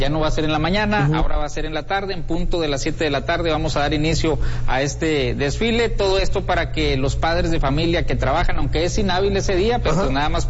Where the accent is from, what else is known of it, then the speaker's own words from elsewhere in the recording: Sabinas, Coahuila, Mexico; yo soy de Sabinas.